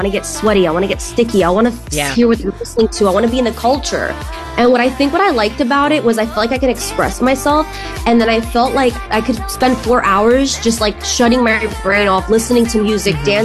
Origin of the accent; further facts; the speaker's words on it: New York City, New York, United States; when I was growing up in New York, everybody had these nice backyards